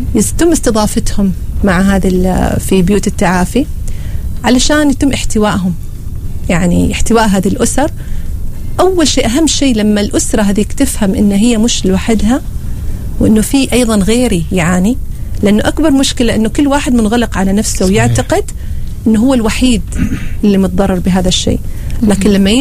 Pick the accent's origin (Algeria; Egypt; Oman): Oman; إحنا هنا عندنا في عمان